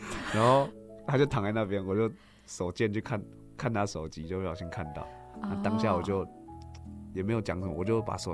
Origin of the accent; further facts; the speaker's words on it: Tainan, Taiwan; 我是台南人呢。